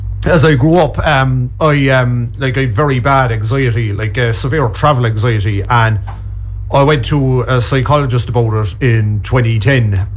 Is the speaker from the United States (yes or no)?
no; Cork, Munster, Ireland; I grew up in Cork